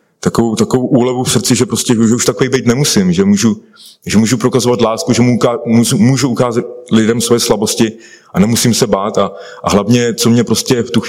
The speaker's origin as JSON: {"language": "Czech", "town": "Karlovy Vary", "region": "Karlovy Vary Region", "country": "Czechia", "said": "já pocházím z Karlových Varů, kde drogy byly vždycky celkem vážný problém"}